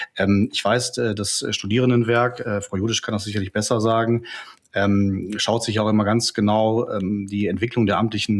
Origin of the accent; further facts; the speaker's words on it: North Rhine-Westphalia, Germany; wenn für ganz Ostwestfalen-Lippe, meine Heimatregion, jedes Jahr da über 500.000 Papierseiten ausgedruckt werden müssen